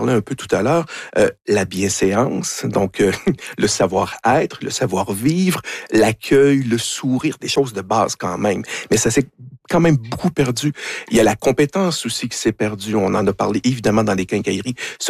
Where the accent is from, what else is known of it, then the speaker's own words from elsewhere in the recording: Quebec, Canada; On perçoit un accent français. On est des Canadiens. Ah, blablabla, bla, bla, québécois, etc.